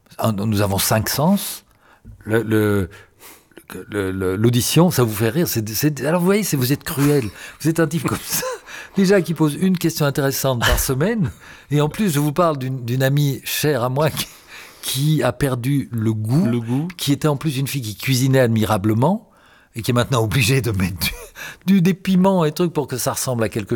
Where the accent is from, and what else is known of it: France